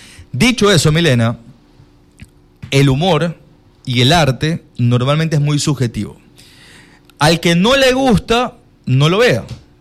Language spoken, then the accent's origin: Spanish; Ecuador; así somos los ecuatorianos